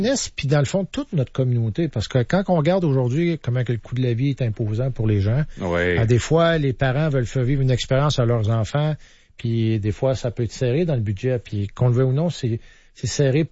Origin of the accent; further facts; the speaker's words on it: Thetford Mines, Quebec, Canada; Mais quand mon père, je partais de chez nous à Thetford, m'en allait voir les Castors de Sherbrooke, je capotais.